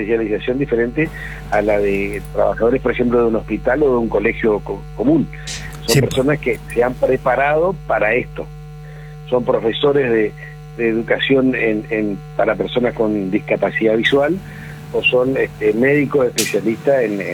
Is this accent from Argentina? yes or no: yes; Mburucuyá, Corrientes, Argentina; de mi pueblo, en Brucuyá